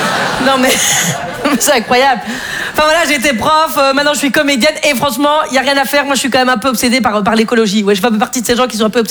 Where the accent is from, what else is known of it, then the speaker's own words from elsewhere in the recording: Belgium; moi, je suis contre le réchauffement climatique, mais c'est facile parce que je suis belge, vous voyez.